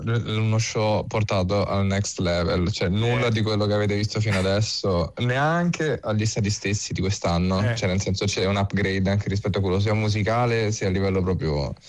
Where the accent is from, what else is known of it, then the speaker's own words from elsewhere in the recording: Rome, Lazio, Italy; io sono cresciuto a Villa Gloria.